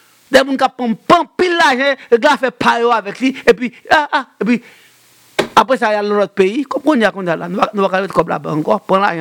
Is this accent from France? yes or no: no; Haiti; mais je suis haïtien.